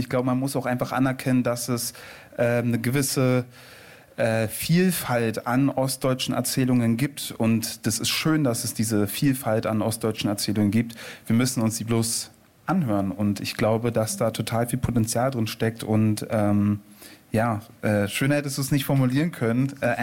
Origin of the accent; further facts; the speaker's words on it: East Germany, Germany; now in Berlin, Germany; weil ganz lange habe ich mich eben nicht als Ossi definiert oder so. Und ich frage mich auch, wann so richtig der Zeitpunkt kam. Wahrscheinlich auch, als ich dann nach Berlin gezogen bin